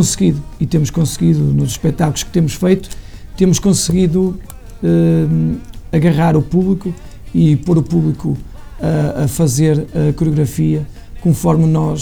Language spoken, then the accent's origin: Portuguese; Vila do Conde, Norte, Portugal; eu sou de Vila do Conde